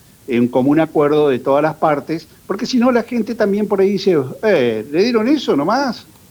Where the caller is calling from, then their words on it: Reconquista, Santa Fe, Argentina; yo vivo en Reconquista, tengo sangre reconquistense